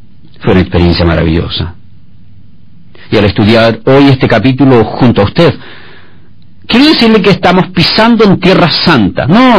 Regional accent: Chile; moved away

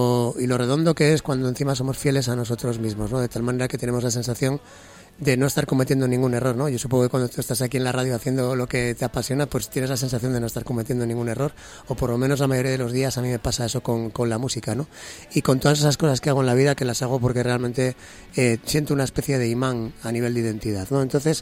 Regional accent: Cantabria, Spain; born there; now in Canary Islands, Spain; En la tierra donde yo nací, Cantabria, y donde vivo desde hace muchos años, Canarias.

